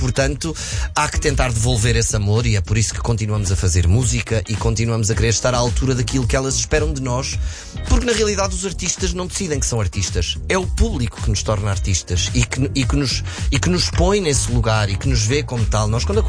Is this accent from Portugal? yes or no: yes; Portugal; nós somos portugueses, temos o maior orgulho em sermos portugueses